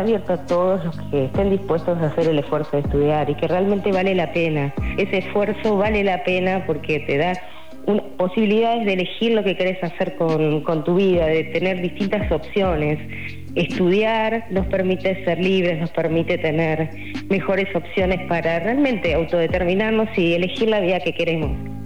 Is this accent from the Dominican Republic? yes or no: no; Tandil, Buenos Aires Province, Argentina; born there; moved away as an adult; Nací en Tandil, me fui a vivir a Buenos Aires para estudiar y estudié Derecho.